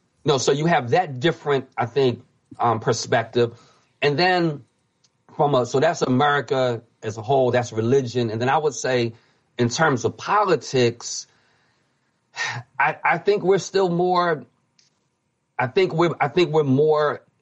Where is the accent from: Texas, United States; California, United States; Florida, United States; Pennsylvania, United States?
Pennsylvania, United States; Philadelphia; I'm from Philadelphia, as you know.